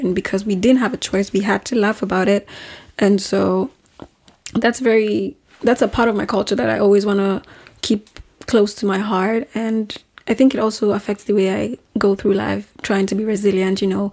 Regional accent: southern Nigeria, Nigeria; I'm from Nigeria, and I grew up in the south of Nigeria, like the literal bottom of it, the south, literally.

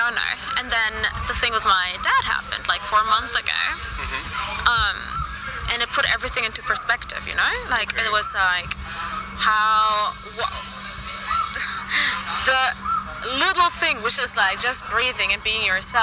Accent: Germany; born or raised there

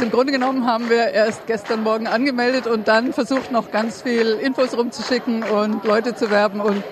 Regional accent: Halle, Saxony-Anhalt, Germany; die sehr deutlich als Hallenser zeigen, dass wir den Siegmund hier nicht haben wollen

